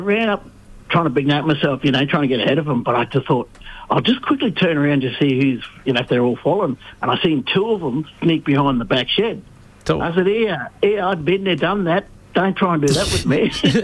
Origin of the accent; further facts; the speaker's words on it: Brisbane, Queensland, Australia; growing up in Inala, and, you know, used to ride our bikes to training